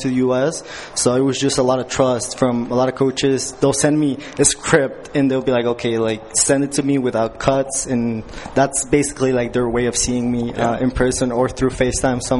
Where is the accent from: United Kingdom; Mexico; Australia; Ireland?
Mexico; English is a second language; now in United States; Yeah, so I was born and raised in Mexico. So as any kid in Mexico, I was just playing soccer all the time.